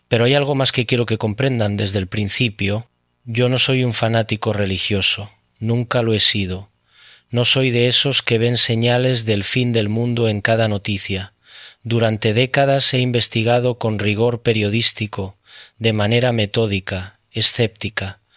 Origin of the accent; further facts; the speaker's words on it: Pamplona, Navarre, Spain; Desde mi infancia en Pamplona